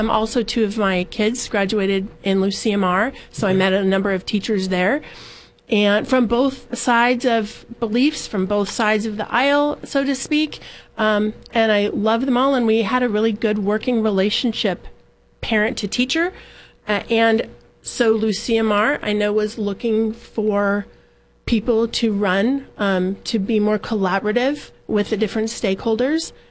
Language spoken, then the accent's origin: English; San Luis Obispo, California, United States; I grew up here in San Luis Obispo. I graduated from San Luis High School.